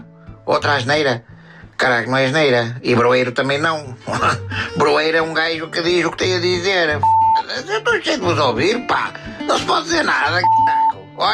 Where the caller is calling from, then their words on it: Porto, Norte, Portugal; sou do Porto.